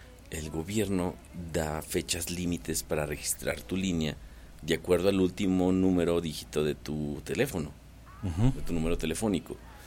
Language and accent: Spanish; Mexico